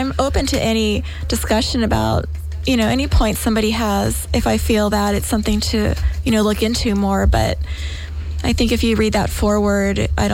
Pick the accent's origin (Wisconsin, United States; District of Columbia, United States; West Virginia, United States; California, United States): California, United States; Fullerton; born there; also born or lived in Pennsylvania; I was born in Pennsylvania, and then my dad's work was transferred to L.A. right after the fifth grade. And then we moved to Fullerton. So that's where I grew up.